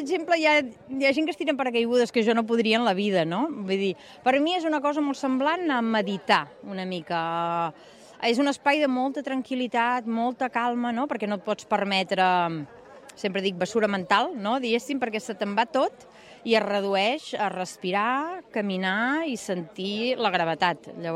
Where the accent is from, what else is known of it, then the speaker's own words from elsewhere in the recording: Girona, Catalonia, Spain; also born or lived in Terrassa; De Girona. Sí, jo estic allà vivint i nascuda, bueno, nascuda a Terrassa, però viscuda a Girona molt de temps. I d'allà, però després hem passat per molts i molts llocs.